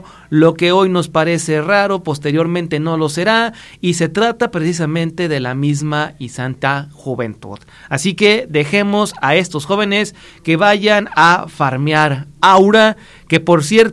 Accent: Mexico; como buenos mexicanos, como se menciona, que todo dejamos al último.

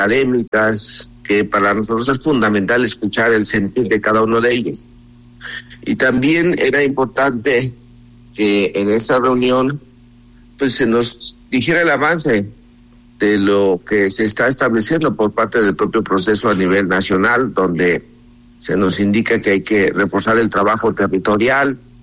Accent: Paracho, Michoacán, Mexico; Aunque soy originario de Paracho.

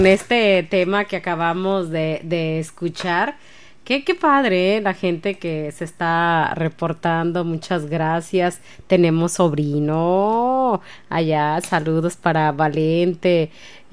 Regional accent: Michoacán, Mexico; Yo soy de Michoacán. Arriba, Michoacán.

